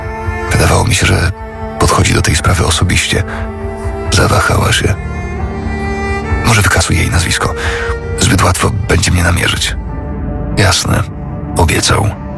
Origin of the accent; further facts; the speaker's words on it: Subcarpathian Voivodeship, Poland; Ale to żaden problem pojechać do mojej wsi na Podkarpaciu i zrobić krzywdę mojej mamie